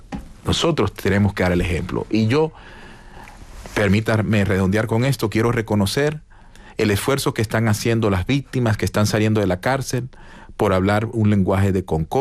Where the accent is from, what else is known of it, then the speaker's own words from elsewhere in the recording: Maracaibo, Zulia, Venezuela; born there; yo soy venezolano, yo nací en un barrio muy humilde que se llama El Silencio, en Maracaibo, Estado Zulia, en Venezuela. Yo soy venezolano.